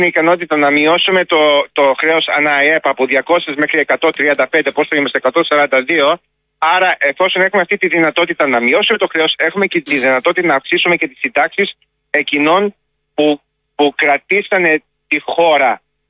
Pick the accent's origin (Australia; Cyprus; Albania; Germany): Australia; also born or lived in Greece; Ναι, όχι, γεννήθηκα στην Ελλάδα. Μετά γύρισε η μάνα μου, παντρεύτηκε. Μετά γύρισαμε Αυστραλία.